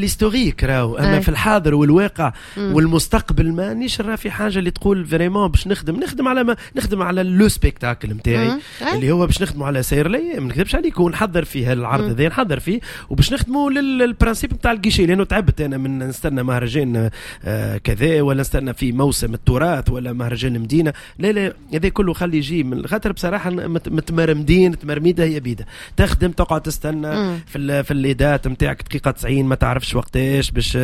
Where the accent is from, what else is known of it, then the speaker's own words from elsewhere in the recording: Tunisia; أنا تونسي الجنسية